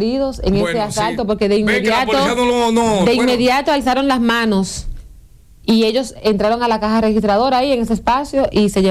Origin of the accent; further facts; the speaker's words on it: Dominican Republic; nosotros como dominicanos